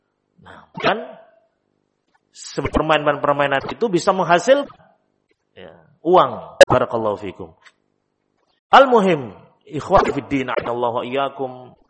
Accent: Java, Indonesia; Pesan kepada mereka, istilah kita orang Jawa, ojo kalah karo arek, ya.

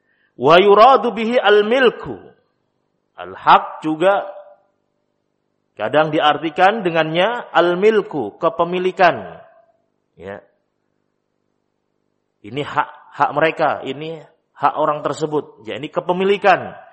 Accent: Java, Indonesia

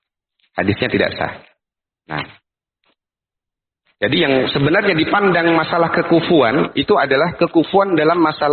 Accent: Medan, North Sumatra, Indonesia; Kalau itu sahih, berarti Gak boleh bagi kita orang Medan nikah sama orang Arab.

